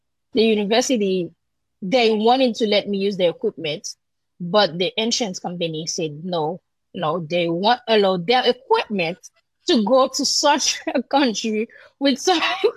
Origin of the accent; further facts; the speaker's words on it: Jacmel, Sud-Est, Haiti; And the road leading to Jacmel, my hometown, was closed through Martissant, which is a very big region in Port-au-Prince.